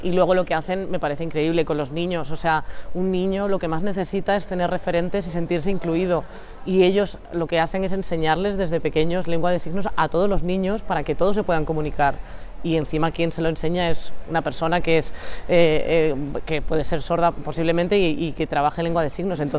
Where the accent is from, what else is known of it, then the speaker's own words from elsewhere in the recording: Galicia, Spain; Son de mi tierra, de Galicia